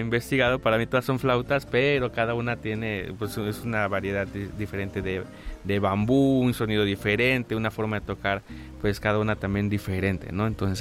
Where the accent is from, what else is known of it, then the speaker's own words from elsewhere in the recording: Tabasco, Mexico; Yo soy de Tabasco, tengo también la flauta tradicional de Tabasco.